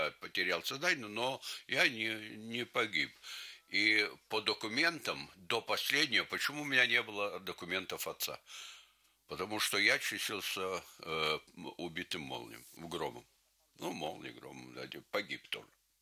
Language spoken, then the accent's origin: Russian; Lithuania; accent: Lithuanian; first language Lithuanian; Russian is a second language; moved away; Я даже плохо по-русски говорил. И учеба у меня первая начиналась на литовские школы.